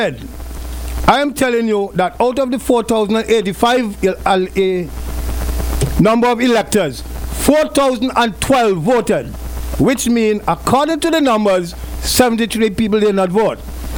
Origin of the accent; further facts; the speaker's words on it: Liberta, Saint Paul, Antigua & Barbuda; because we are little dunce from Green Hill in Liberta.